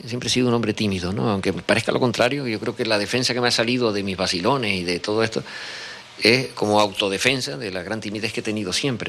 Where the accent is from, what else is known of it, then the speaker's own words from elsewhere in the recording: San Cristóbal de La Laguna, Canary Islands, Spain; born there; Todo eso lo aprendí yo en la calle, en nuestra calle